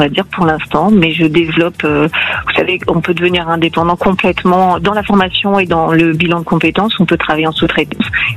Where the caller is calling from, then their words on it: Aix-en-Provence, Provence-Alpes-Côte d'Azur, France; je vous appelle d'Aix-en-Provence.